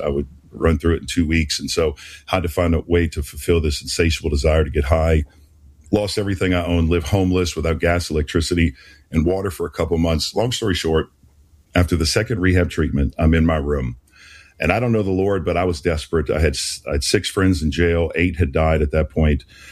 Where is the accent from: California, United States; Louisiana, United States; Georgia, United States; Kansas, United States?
Louisiana, United States; New Orleans; moved away; My life story, my background is I was raised in New Orleans and Roman Catholic, very religious, went to church every Sunday